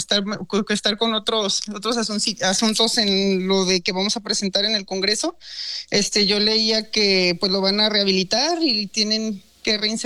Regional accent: Tabasco, Mexico; como es muy común en las regiones de acá o en la zona de donde somos, de Tabasco

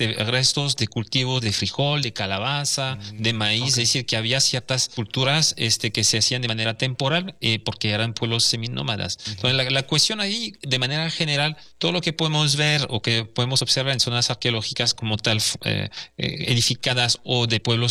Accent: Monterrey, Nuevo León, Mexico; para forjar un poquito mejor nuestra identidad como regios y personas del noreste de México.

